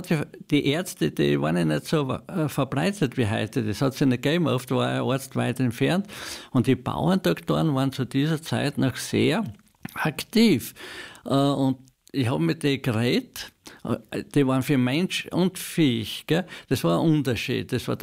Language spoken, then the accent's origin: German; Feldbach, Styria, Austria; Ich bin ja am Hauptplatz von Völbach aufgewachsen, in einem städtischen Bereich.